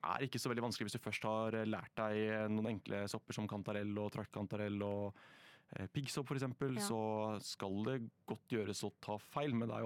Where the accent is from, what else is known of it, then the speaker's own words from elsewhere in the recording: Hole, Buskerud, Norway; moved away; Jeg skal hjem en tur til Hole